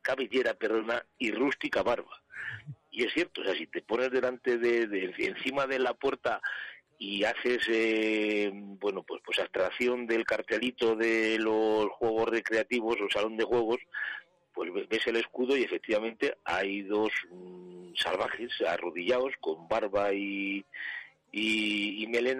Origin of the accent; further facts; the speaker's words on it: Gómara, Castile and León, Spain; O sea, que es de Gomara, los que somos de Gomara nos llaman los palilleros